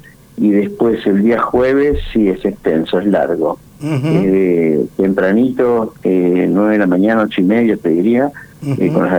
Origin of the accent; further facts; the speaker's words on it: Villa Guillermina, Santa Fe, Argentina; moved away; yo soy de Villa Guillermina, nací en Villa Ana, así que soy coprovinciano de ustedes.